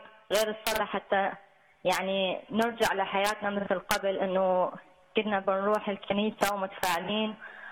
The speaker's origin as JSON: {"language": "Arabic", "country": "Iraq", "moved": "yes", "lives_now": "Canada", "said": "من العراق، عايشة في كندا."}